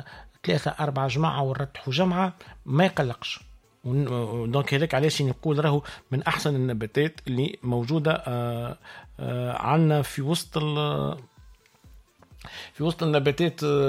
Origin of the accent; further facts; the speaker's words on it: Sahel, Tunisia; كما نقولوا احنا عندنا في الساحل